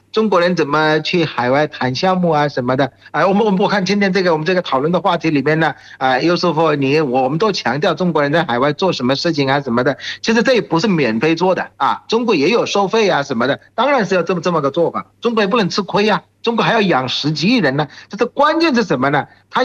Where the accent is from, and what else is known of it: Bangladesh; Chinese is a second language; now in China